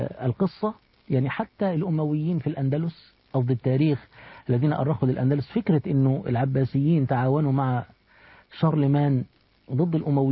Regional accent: Egypt; احنا عندنا في مصر

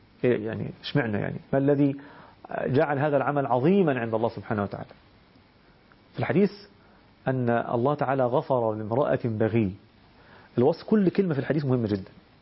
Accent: Egypt; إحنا بنسميه عندنا في مصر النهاردة اسمه يسموه ترند،

